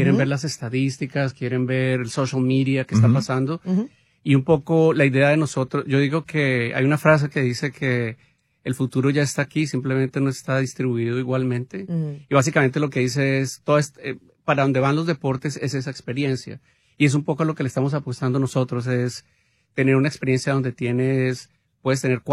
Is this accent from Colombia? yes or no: yes; Colombia; Por ejemplo, yo soy colombiano, entonces puedo decir el equipo de Colombia.